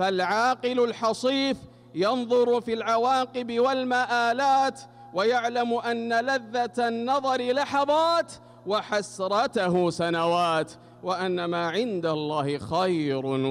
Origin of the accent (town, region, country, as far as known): Saudi Arabia